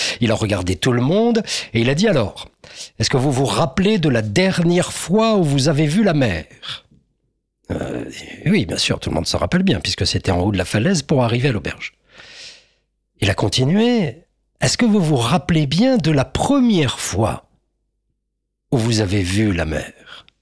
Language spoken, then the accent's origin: French; the north of France, France; je vous emmène un peu de là d'où je viens, du Nord de France.